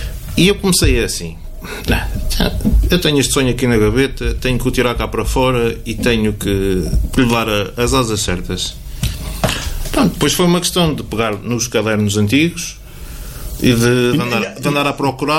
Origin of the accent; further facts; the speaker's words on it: Vozela, Viseu, Portugal; Cresci em Vozela, tenho os meus amigos em Vozela, tenho a família em Vozela.